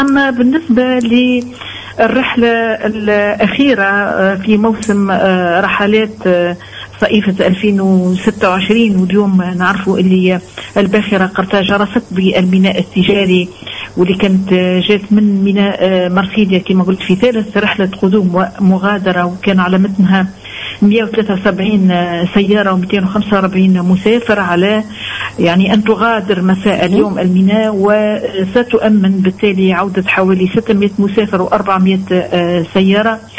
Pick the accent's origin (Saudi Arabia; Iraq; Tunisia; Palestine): Tunisia; يا رانا نحبوا بلادنا بسخانتها بردها بكل شيء.